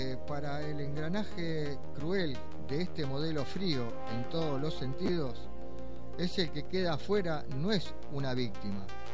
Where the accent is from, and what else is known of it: Argentina